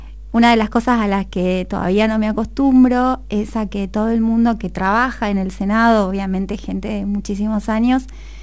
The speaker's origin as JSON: {"language": "Spanish", "town": "Piedritas", "region": "Buenos Aires", "country": "Argentina", "said": "Y yo soy de Piedritas."}